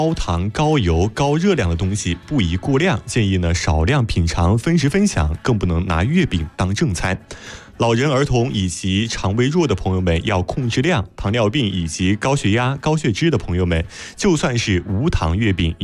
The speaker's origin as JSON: {"language": "Chinese", "town": "Yichang", "region": "Hubei", "country": "China", "said": "咱们宜昌人自己的中秋。"}